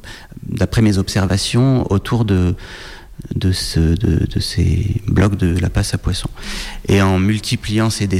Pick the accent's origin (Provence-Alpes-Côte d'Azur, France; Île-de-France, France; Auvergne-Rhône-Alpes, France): Provence-Alpes-Côte d'Azur, France; Aix-en-Provence; born there; je suis né à Aix-en-Provence, j'ai voyagé mais pas plus que quelqu'un d'autre